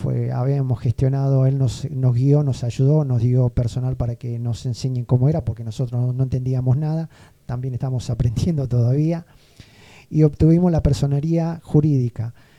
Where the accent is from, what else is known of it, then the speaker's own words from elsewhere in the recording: Reconquista, Santa Fe, Argentina; somos todos de Reconquista.